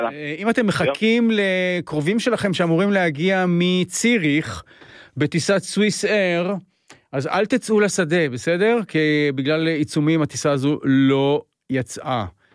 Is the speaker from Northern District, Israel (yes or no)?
no; Jerusalem, Jerusalem District, Israel; אני ירושלמי.